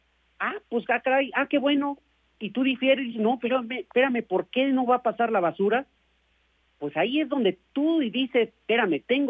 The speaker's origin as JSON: {"language": "Spanish", "town": "Irapuato", "region": "Guanajuato", "country": "Mexico", "tie": "born there", "said": "Irapuato, donde yo nací"}